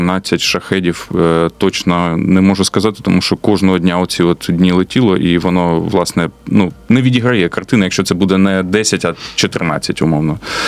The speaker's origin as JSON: {"language": "Ukrainian", "town": "Chuhuiv", "region": "Kharkiv Oblast", "country": "Ukraine", "tie": "born or raised there", "said": "Ну, я як мешканець, ну, уродженець Чугуєва, я знаю, що там де що розташовано."}